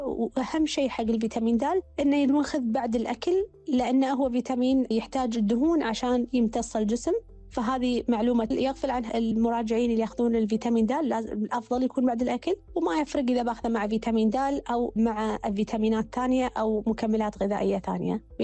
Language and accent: Arabic; Kuwait; مثل ما إحنا عندنا بالكويت